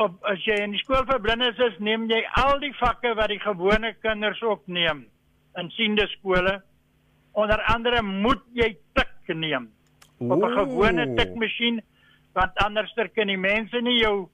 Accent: Port Elizabeth, Eastern Cape, South Africa; also born or lived in Worcester; Ek is maar hier in Port Elizabeth gebore en ek het hier op Patterson skool gegaan tot sonder 2.

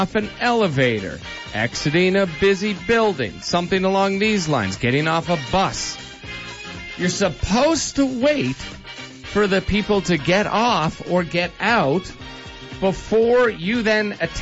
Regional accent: Canada; We're Canadian.

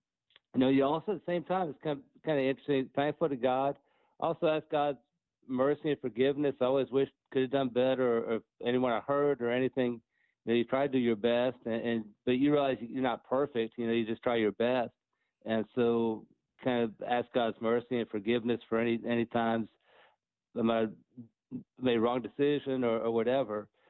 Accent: Texas, United States; also born or lived in Coral Gables; And I grew up in Texas, and you know, we moved to Texas in 1971. I was 8 years old, went to Catholic school there.

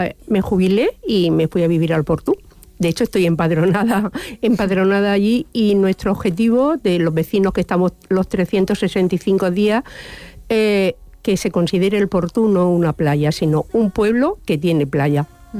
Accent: Cuesta Blanca, Region of Murcia, Spain; yo, por ejemplo, que soy de Cuesta Blanca, mi madre y mi abuela vivían del campo.

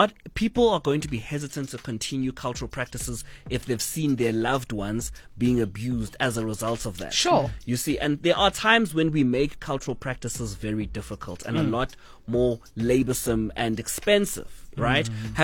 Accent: South Africa; first language Zulu; English is a second language; I can definitely understand other languages. But at home, it's Zulu with a bit of English.

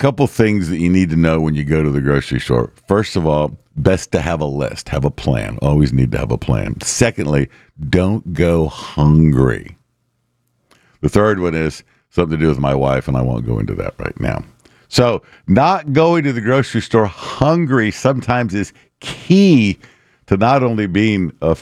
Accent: Houston, Texas, United States; I moved back home to the part of town that I grew up in. And when I came home from the Army and I went to college and blah, blah, blah, I didn't live in Spring Branch. I have now moved, not with my parents, I've moved back into the branch.

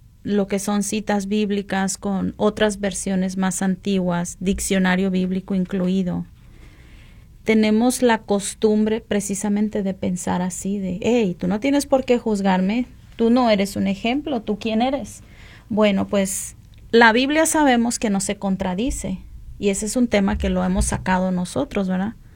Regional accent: Sonora, Mexico; los que somos de Sonora

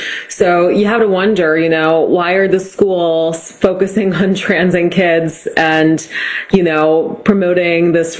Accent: Massachusetts, United States

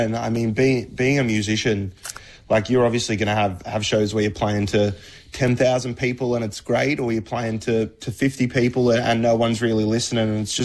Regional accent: Mount Isa, Queensland, Australia; born there; obviously being born in Mount Isa and mum growing up in Queensland, it was heavily pushed onto me that I should be a Cowboys fan

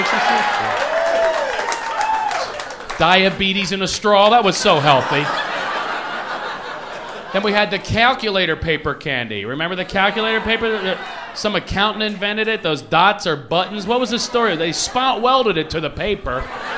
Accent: Philadelphia, Pennsylvania, United States; born or raised there

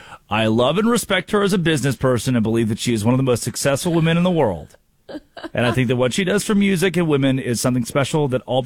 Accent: the South, United States; moved away; I'm from a different South. I'm from Dry County South, where if you did alcohol, you were going to hell.

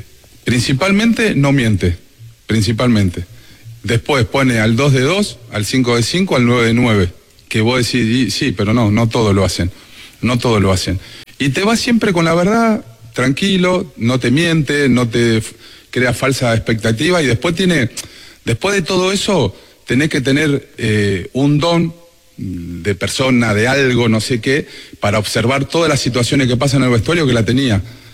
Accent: Argentina; Yo soy muy argentino, después de argentino soy sudamericano.

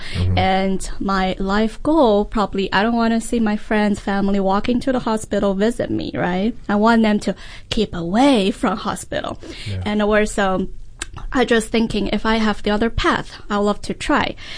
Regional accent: Yunnan, China; English is a second language; moved away as an adult; now in Massachusetts, United States; my hometown, Yunnan province

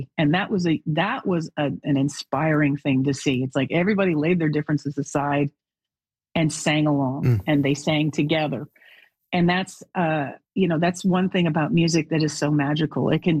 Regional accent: Alberta, Canada; So it blends growing up in Alberta, driving on black ice.

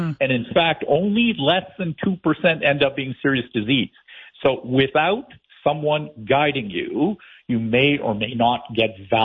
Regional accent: Canada; And that is the pride of being Canadian.

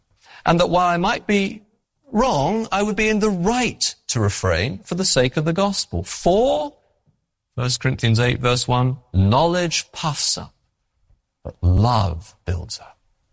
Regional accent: England, United Kingdom; moved away as an adult; now in New England, United States; No, I'm English.

